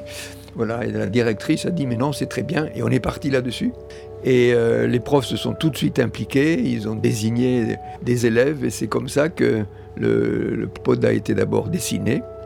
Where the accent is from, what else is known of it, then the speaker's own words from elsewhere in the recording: Occitanie, France; moi, je suis originaire du Tarn.